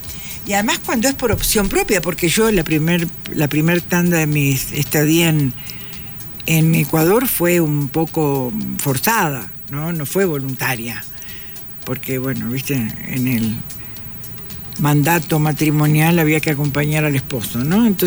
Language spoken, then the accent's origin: Spanish; Paysandú, Uruguay; moved away as an adult; Paysandú, de donde yo soy, es un departamento, lo que acá sería provincia, del litoral, es decir, que está sobre el río Uruguay? Paysandú está sobre el río Uruguay.